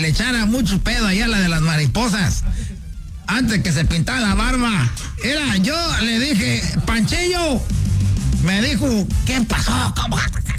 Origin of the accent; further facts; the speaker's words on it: Michoacán, Mexico; como somos allá de Michoacán, andamos allá para donde está esto de la mariposa monarca.